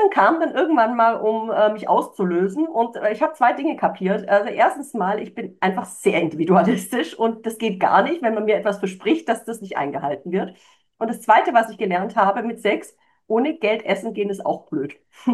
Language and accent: German; Germany; moved away as an adult; also born or lived in Spain; Als die Schule vorbei war, war klar, dass ich nicht in Deutschland, also ich bin gebürtige Deutsche, bleiben werde, bin sofort nach Spanien gezogen.